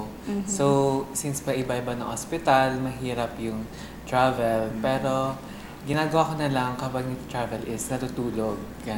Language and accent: Tagalog; Quezon City, Metro Manila, Philippines; Ako po, taga Novaliches.